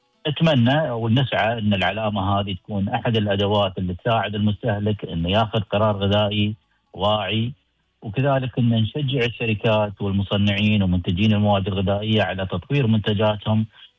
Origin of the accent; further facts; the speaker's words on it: Abu Dhabi, United Arab Emirates; عندنا في أبو ظبي